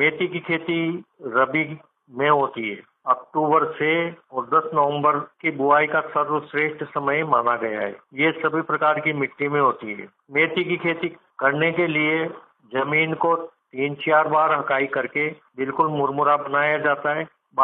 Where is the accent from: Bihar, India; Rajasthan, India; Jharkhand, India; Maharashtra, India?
Rajasthan, India; Gulkhedi; गांव गुलकेड़ी, तहसील छिपावड़ो, जिला बारा का रहने वाला हूँ।